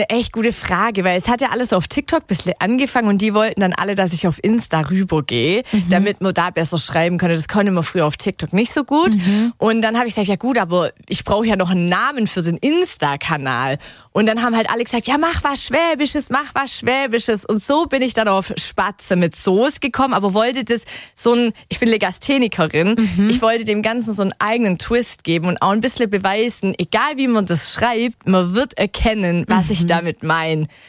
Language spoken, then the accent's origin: German; Nürtingen, Baden-Württemberg, Germany; accent: Swabian; ich komme gebürtig aus Nürtingen, wohne da auch immer noch.